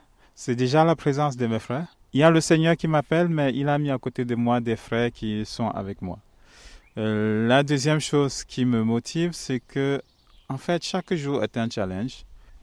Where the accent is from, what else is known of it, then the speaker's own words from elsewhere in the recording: Cameroon; now in France; Oui, je suis né au Cameroun, j'ai grandi au Cameroun.